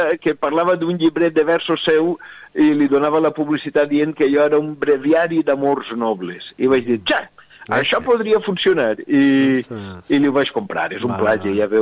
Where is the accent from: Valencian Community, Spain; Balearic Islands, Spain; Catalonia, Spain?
Valencian Community, Spain; Alcoy; moved away